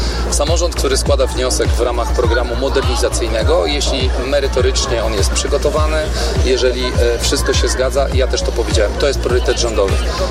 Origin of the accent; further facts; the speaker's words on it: Greater Poland Voivodeship, Poland; Mówię to z wielką dumą, jako Wielkopolanin, że Wielkopolska bardzo mocno korzysta z programu modernizacyjnego